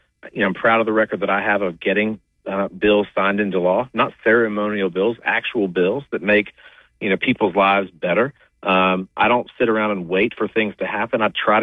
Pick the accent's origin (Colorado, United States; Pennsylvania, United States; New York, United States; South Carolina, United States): South Carolina, United States; Socastee; So I'm originally from Surfside Beach. I grew up in a little town called Sockastee.